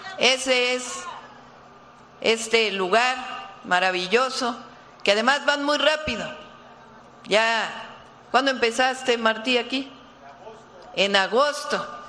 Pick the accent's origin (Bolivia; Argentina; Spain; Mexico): Mexico; que los mexicanos y mexicanas decidamos qué ocurre en nuestro país.